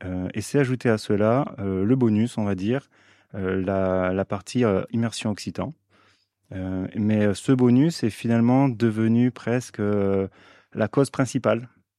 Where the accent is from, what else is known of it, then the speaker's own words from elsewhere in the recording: Réunion; Non, parce qu'en fait, moi, je viens de l'île de la Réunion. Donc, je suis plus sur les langues créoles.